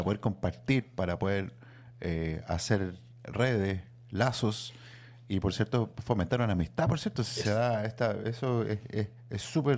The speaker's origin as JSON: {"language": "Spanish", "town": "Santiago", "region": "Santiago Metropolitan Region", "country": "Chile", "moved": "as an adult", "said": "personalmente vengo de Santiago, ¿sí? Hace algunos años que estoy acá"}